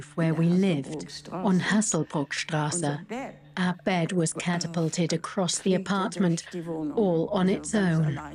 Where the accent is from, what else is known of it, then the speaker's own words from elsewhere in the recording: Hamburg, Germany; I'm 89 years old. I was born on November 19th, 1935, in Hamburg.